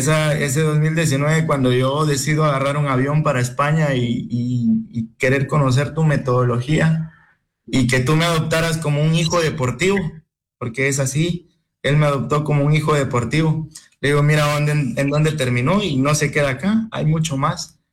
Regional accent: Guatemala; moved away; porque sabemos muy bien de que somos guatemaltecos

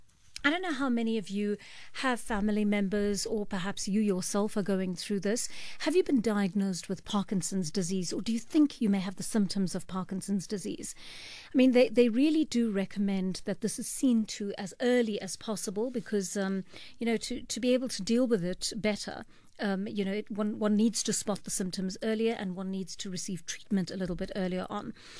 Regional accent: Durban, KwaZulu-Natal, South Africa; And what better place, I think, to hold it than Durban? Completely biased, of course, because it's my hometown.

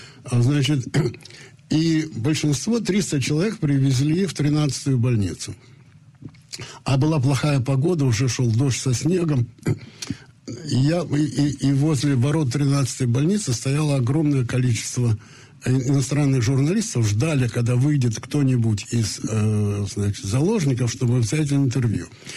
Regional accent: Russia; moved away; стране, в которой я родился, вырос, на языке, которого я разговариваю. Других у меня языков нет.

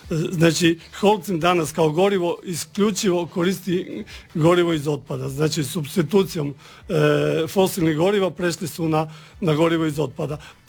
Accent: Koromačno, Istria County, Croatia; mi dolazimo iz Koromačna, zna se da je Koromačno poznato po cementari.

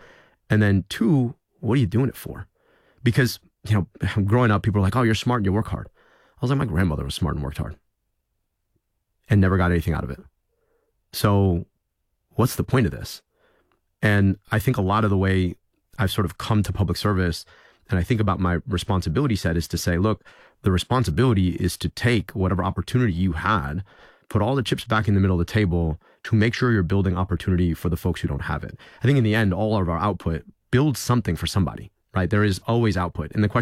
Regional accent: United States

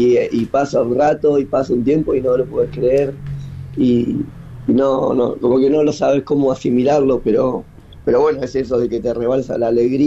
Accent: Rosario, Santa Fe, Argentina; soy un pibe de Rosario

